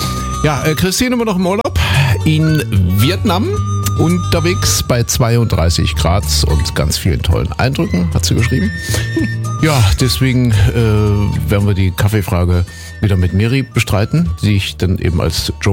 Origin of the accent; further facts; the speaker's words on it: Köthen, Saxony-Anhalt, Germany; also in Köthen meiner Heimat gesehen, weiß ich noch.